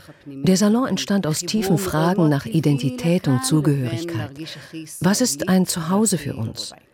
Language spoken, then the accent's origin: German; Düsseldorf, North Rhine-Westphalia, Germany; also born or lived in Israel; now in Berlin, Germany; Einerseits fühle ich mich hier zu Hause, weil ich mit der deutschen Sprache als Kind in Düsseldorf aufgewachsen bin. Andererseits fühle ich mich absolut israelisch und gleichzeitig sehr fremd hier.